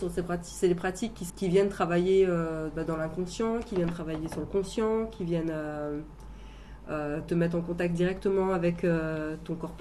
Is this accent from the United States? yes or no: no; Paris, Île-de-France, France; moved away as an adult; also born or lived in Nancy, France; Je viens de Paris, j'ai fait ma formation artistique à Paris et je suis partie vivre en Lorraine effectivement pendant 15 années, Nancy exactement, ville dans laquelle j'ai fait plutôt toute ma carrière artistique.